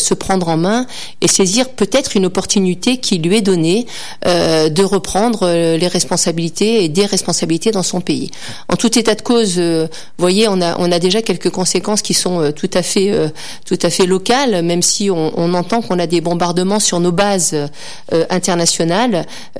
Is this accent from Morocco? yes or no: no; France; en tant que Français, globalement, en tant que femme